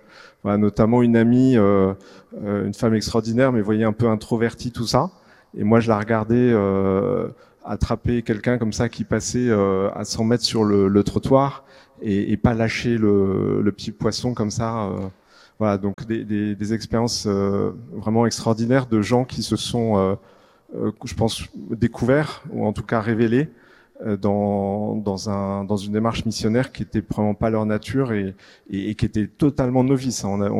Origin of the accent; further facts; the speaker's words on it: Paris, Île-de-France, France; On est parisien, on vit dans le 16e à Paris et notre paroisse c'est Saint-Honoré-d'Eylau.